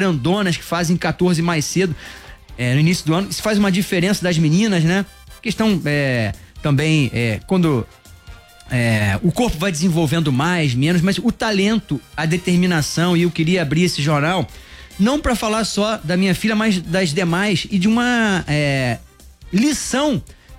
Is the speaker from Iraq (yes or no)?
no; Brazil; nós, como brasileiros